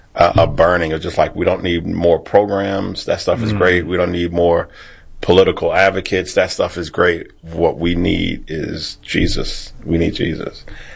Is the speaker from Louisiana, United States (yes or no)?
yes; Baton Rouge, Louisiana, United States; I'm from Baton Rouge, Louisiana.